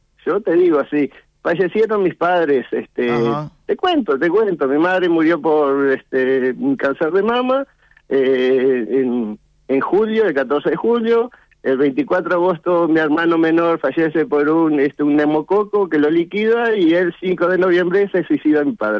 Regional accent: Bella Unión, Artigas, Uruguay; moved away as an adult; now in Montevideo, Uruguay; yo soy de Bella Unión, departamento de Artigas.

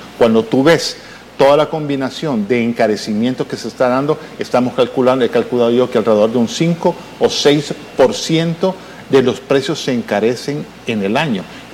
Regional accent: El Salvador

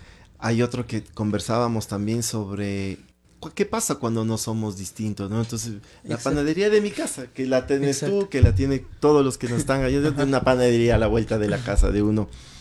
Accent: Ecuador; nosotros como ecuatorianos tenemos acá

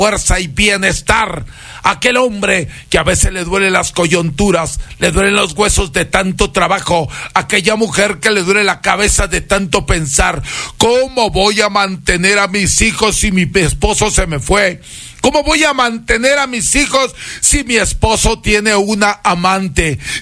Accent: northern Peru, Peru; now in Salcedo, Ecuador; Yo vengo del norte del Perú, tierra de grandes maestros que saben.

